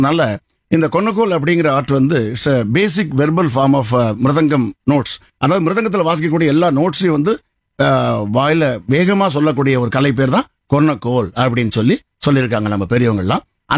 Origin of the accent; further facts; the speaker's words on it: Tiruchirappalli, Tamil Nadu, India; என்னுடைய சொந்த ஊர் திருச்சி.